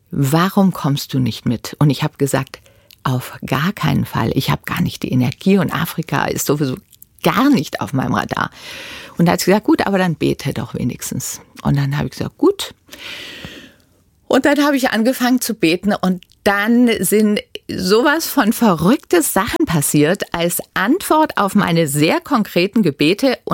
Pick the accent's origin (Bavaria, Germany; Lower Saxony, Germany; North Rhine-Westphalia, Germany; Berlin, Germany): Bavaria, Germany; born or raised there